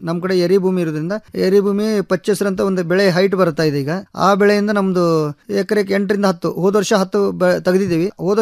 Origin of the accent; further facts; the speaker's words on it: Karnataka, India; moved away as an adult; now in Dharwad, India; ನಾನು ಮೂಲತಃ ಅಮರುಗಳವನಾದ್ರೂ ನಾನು ಧಾರವಾಡದಲ್ಲಿ ಬಂದು ವಾಸಿಸ್ತೇನೆ.